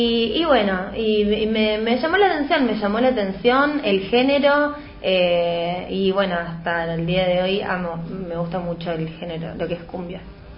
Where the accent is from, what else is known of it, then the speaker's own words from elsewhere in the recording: General Roca, Río Negro, Argentina; moved away as an adult; now in Buenos Aires, Argentina; nosotros somos de Río Negro, de la ciudad de General Roca. Ajá. Yo estoy hace ya un mes acá en la ciudad de Buenos Aires